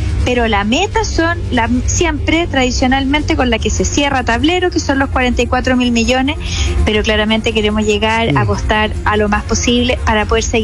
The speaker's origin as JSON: {"language": "Spanish", "country": "Chile"}